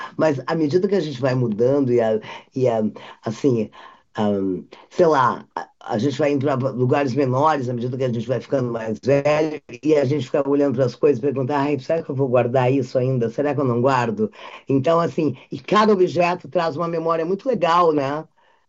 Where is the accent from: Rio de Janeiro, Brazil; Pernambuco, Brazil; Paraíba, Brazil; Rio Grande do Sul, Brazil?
Rio Grande do Sul, Brazil; now in São Paulo, Brazil; Nós somos gaúchos. Ele veio para o Rio, eu fui morar em São Paulo, e nós nunca tínhamos trabalhado juntos.